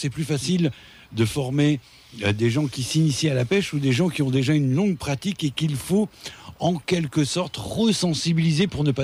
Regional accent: Hauts-de-France, France; Est-ce que ça veut dire que la perception de la ressource eau, elle est différente chez nous en Hauts-de-France?

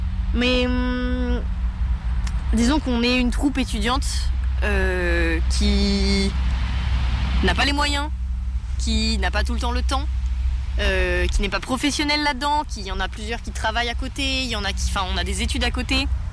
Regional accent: France; en tant que Française

